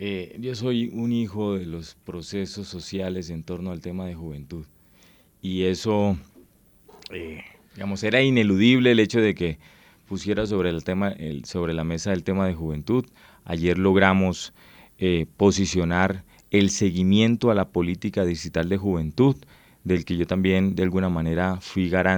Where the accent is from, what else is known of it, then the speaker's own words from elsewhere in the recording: Valledupar, Cesar, Colombia; moved away as an adult; now in Bogotá, Colombia; Yo vengo de la provincia, yo vengo de Valledupar, yo allá en Valledupar.